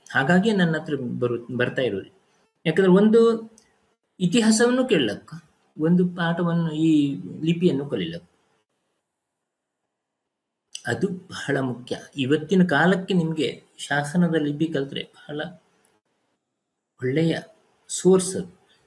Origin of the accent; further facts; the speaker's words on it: Kundapura, Karnataka, India; accent: Kundapura Kannada; first language Kundapura Kannada; ನಮ್ಮ ಊರಿಂದು ನನ್ನ ಭಾಷೆ ಕುಂದಾಪುರ ಭಾಷೆ ಮಾತಾಡೋಕೊಂದು ಅವಕಾಶ ಕೊಟ್ರಿ ನೀವು